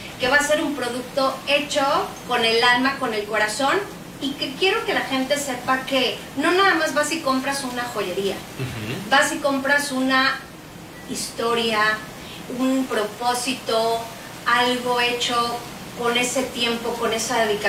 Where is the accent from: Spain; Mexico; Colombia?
Mexico